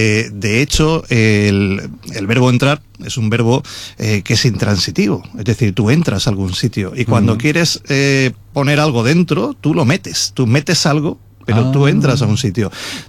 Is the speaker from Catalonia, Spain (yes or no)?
no; Valencian Community, Spain; somos de las últimas zonas donde se habla valenciano, ya un poquito más abajo, ya pasando Crevillente, pues el valenciano apenas...